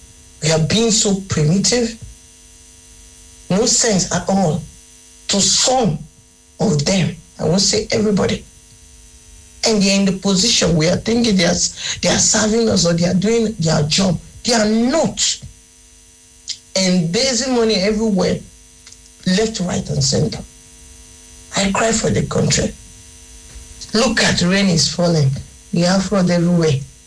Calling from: Nigeria; I'm a Nigerian.

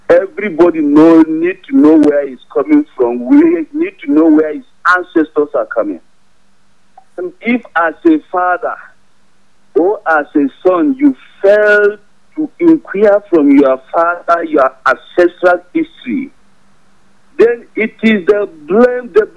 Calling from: Jos, Plateau, Nigeria; from Just North.

